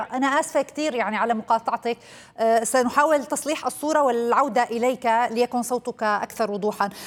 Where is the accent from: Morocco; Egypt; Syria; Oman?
Syria; لا نعرف حتى اليوم يعني كسوريين لا نعرف مثلا إن كان هناك تفاوض جدي مع الطرف السوري